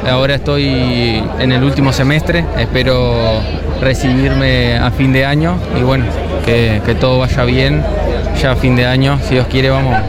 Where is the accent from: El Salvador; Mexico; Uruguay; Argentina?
Uruguay; Artigas; moved away as an adult; now in Salto, Uruguay; vengo desde Artigas, tengo 26 años